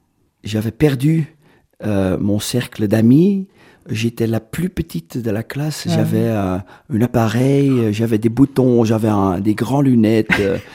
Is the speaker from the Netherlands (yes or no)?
yes; Veldhoven, North Brabant, Netherlands; moved away; moi je suis né à Veldhoven, c'est un petit village à côté de Eindhoven et c'est en Hollande.